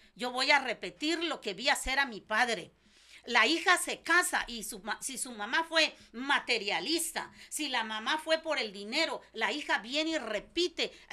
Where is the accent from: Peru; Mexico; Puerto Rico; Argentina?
Mexico; voy a meter a México, a mi país.